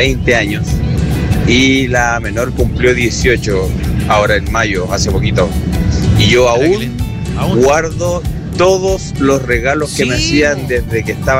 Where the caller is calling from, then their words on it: Antofagasta, Chile; Saludándonos de acá desde Antofagasta.